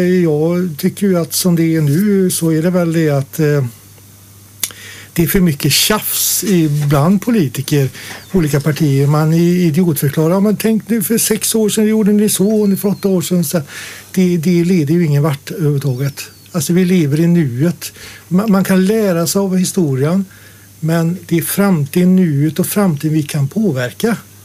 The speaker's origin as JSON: {"language": "Swedish", "town": "Dingle", "region": "Västra Götaland County", "country": "Sweden", "tie": "born or raised there", "said": "jag är född i Dingle med metropolen. Men vi hade väl kanske 900 personer eller 1000 invånare. Och jag är uppväxt på en liten skola."}